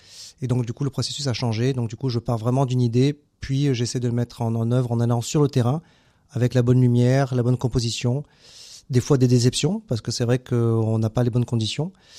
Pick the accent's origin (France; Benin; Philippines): France; Montpellier, Occitanie; Je suis un Montpellierin pure souche, donc j'ai toujours grandi en ville.